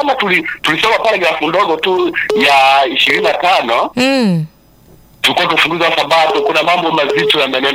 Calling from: Nzega, Tabora, Tanzania; Mimi natokea Tabora, Nzega.

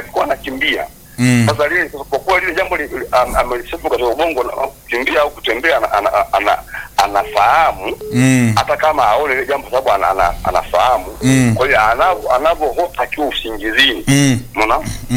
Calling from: Liwale, Lindi, Tanzania; napiga simu kutoka Liwale hapa.

